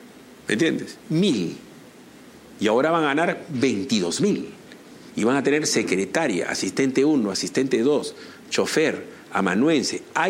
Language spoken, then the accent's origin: Spanish; Lima, Peru; Si yo soy de Lima y me voy a instalar en Lima.